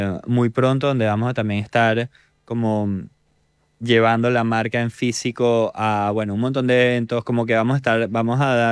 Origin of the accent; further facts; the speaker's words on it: Venezuela; como nosotros somos venezolanos